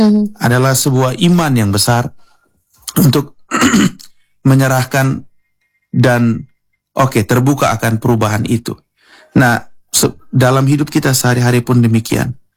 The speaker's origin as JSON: {"language": "Indonesian", "town": "Kupang", "region": "East Nusa Tenggara", "country": "Indonesia", "said": "Kalau kita orang Kupang kan bilang sudah"}